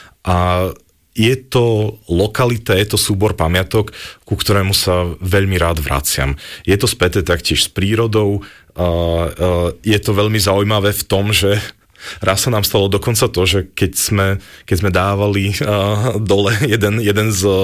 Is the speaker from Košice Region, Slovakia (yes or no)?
yes; Košice Region, Slovakia; now in Bratislava, Slovakia